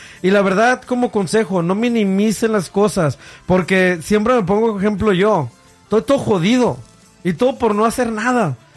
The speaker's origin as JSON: {"language": "Spanish", "country": "Mexico", "said": "nosotros como cultura mexicana no nos rajamos al trabajo."}